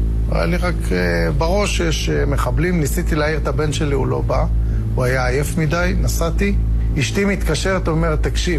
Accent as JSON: {"language": "Hebrew", "town": "Nir Oz", "region": "Southern District", "country": "Israel", "tie": "born or raised there", "said": "אני גדלתי בקיבוץ מאוד מאוד חילוני, של השומר הצעיר, לינה משותפת, רחוק, רחוק מאוד מאוד מהדת והאמונה"}